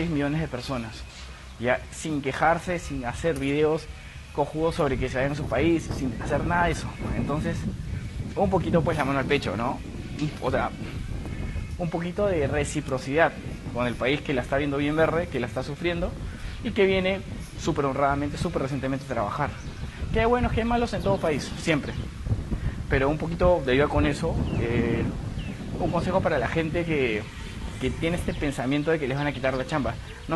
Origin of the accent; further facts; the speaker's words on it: Peru; te das cuenta de la diferencia y te duele como peruano, te lo digo. Como peruano, a mí me dolió.